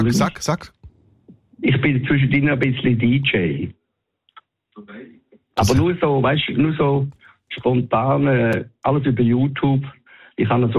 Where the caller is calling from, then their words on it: Winterthur, Zurich, Switzerland; Ich komme aus Winterthur